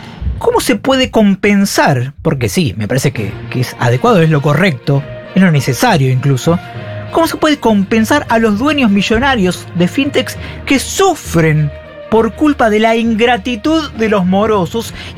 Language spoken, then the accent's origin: Spanish; Argentina; a mí, como argentino de bien, me duele